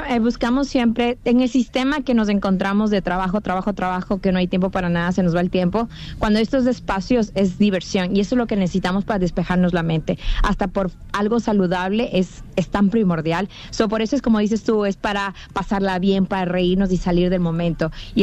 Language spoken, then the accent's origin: Spanish; Ecuador; moved away as an adult; now in Atlanta, United States; Ecuatoriana.